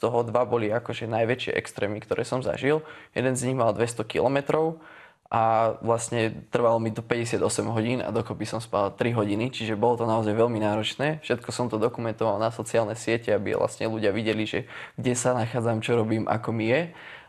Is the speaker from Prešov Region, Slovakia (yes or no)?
no; Čadca, Žilina Region, Slovakia; ja pochádzam z Kysúc a v Čadci vlastne máme takú street workoutovú komunitu